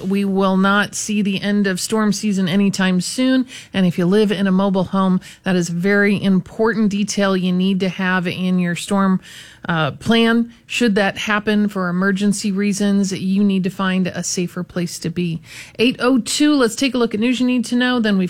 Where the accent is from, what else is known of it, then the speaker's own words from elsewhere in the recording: Rochelle, Illinois, United States; close to where I grew up in Northern Illinois. I grew up in Rochelle